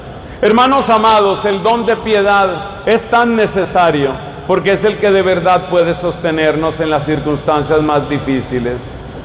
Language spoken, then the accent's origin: Spanish; Colombia; yo soy colombiano, ustedes lo saben